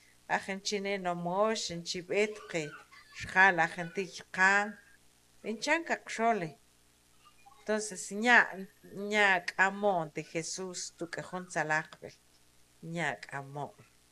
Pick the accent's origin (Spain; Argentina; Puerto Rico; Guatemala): Guatemala; Ya que soy guatemalteco